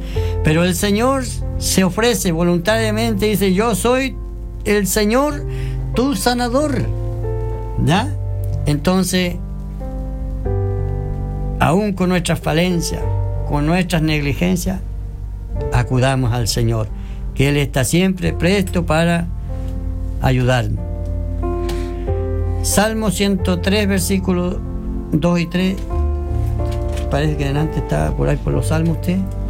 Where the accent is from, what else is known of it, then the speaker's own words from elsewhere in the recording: Chile; nosotros los chilenos, sobre todo, lo digo, me incluyo